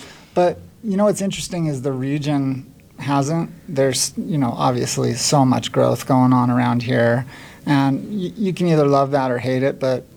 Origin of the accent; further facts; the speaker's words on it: Park City, Utah, United States; I grew up in Park City.